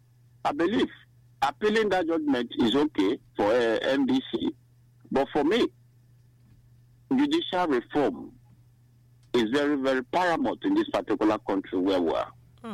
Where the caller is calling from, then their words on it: Nigeria; I'm calling from Babi Nimbo.